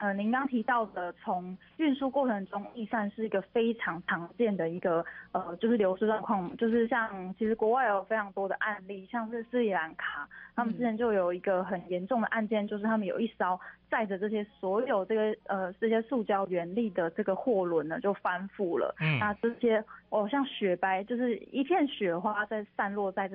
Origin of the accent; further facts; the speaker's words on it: Taiwan; 就我们台湾人都很习惯做回收嘛。